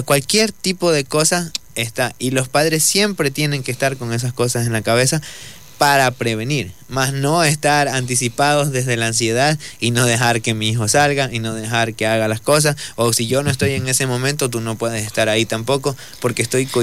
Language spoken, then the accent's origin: Spanish; Manabí, Ecuador; moved away; al menos yo que soy de Manabí, esto se escucha mucho allá.